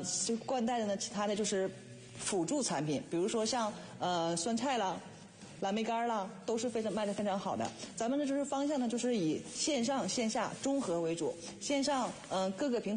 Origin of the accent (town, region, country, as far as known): Northeast China, China